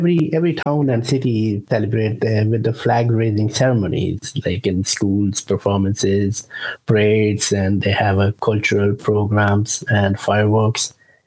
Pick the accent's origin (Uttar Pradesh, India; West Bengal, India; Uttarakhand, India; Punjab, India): Punjab, India; now in Carlow, Ireland; I'm originally from Punjab in northern India. I have been living in Ireland since 2002, and I'm proud to have the opportunity to share a little of my culture with the people today. I live in Carlow town